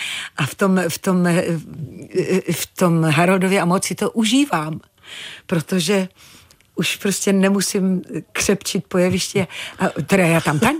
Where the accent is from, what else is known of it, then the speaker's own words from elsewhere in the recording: Zlín Region, Czechia; A takže říkám, že jsem hrdej Valach, ano.